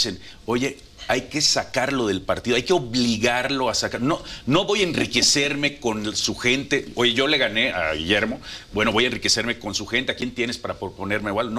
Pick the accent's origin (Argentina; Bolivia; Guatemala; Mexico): Mexico; todos somos mexicanos